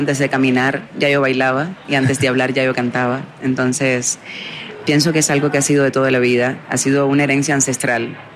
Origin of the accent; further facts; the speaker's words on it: Guantánamo, Cuba; actué por primera vez en el Teatro Guiñol de mi ciudad natal, Guantánamo.